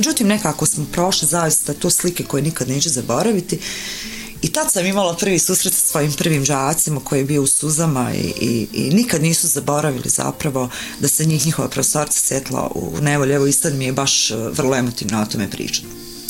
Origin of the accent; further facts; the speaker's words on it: Maglaj, Federation of Bosnia and Herzegovina, Bosnia & Herzegovina; moved away as an adult; ja sam otišla iz Maglaja i onda će se dogoditi one magleske poplave koje su zapravo potopile cijeli grad